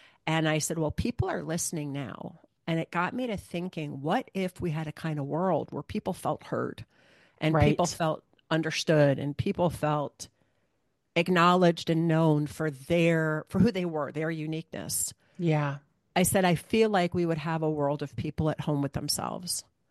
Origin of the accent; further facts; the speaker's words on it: Midwest, United States; born there; also born or lived in Ohio; I grew up in Michigan and Ohio.